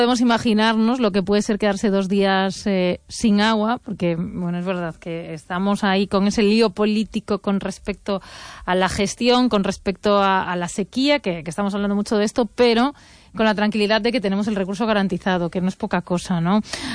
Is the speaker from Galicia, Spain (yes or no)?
yes; Pontevedra, Galicia, Spain; yo como soy de Pontevedra